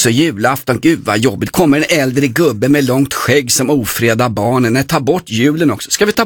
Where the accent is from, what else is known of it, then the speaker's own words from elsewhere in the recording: Sweden; Vad är det som händer med gamla Sverige? Där jag växte upp, där jag sprang runt som barn